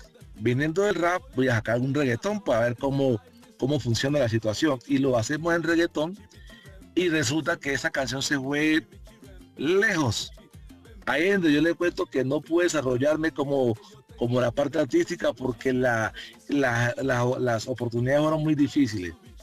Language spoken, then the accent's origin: Spanish; Buenaventura, Valle del Cauca, Colombia; moved away as an adult; also born or lived in Cali; now in Bogotá, Colombia; arranco en Cali, aprendo el arte, me voy a mi tierra, Buenaventura, y vuelvo a acá, a la ciudad de Bogotá